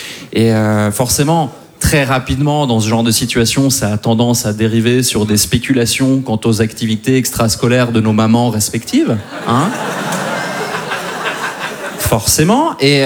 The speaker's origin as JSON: {"language": "French", "country": "Switzerland", "tie": "born there", "said": "Moi, je suis né en Suisse un 20 avril."}